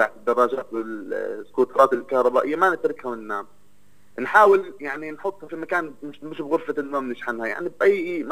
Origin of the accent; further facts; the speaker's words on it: Palestine; عندنا في فلسطين،